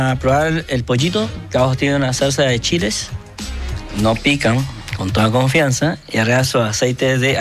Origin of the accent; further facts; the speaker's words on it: Mexico; Yo, en lo particular, soy mexicano, no tan mexicano, porque no consumo tanto picante.